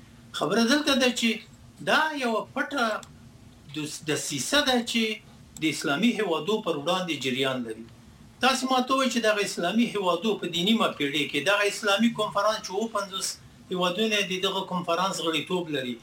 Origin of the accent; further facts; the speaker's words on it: Afghanistan; یعنی که زه یم افغان یم، بیا مسلمان یم، بیا انسان یم، بیا پښتون یم، زه د خپل ملت ملاتړ کوم او د خپل وطن ملاتړ کوم